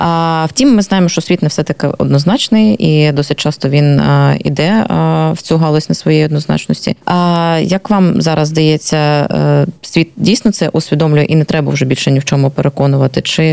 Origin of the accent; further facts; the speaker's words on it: Luhansk Oblast, Ukraine; навіть коли я вчилася в школі, я родом з Луганщини